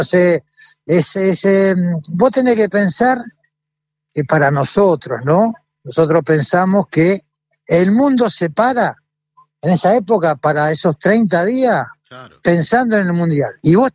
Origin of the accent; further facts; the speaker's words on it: Argentina; No, y a lo mejor que nos puede haber pasado como argentino, ¿entendés?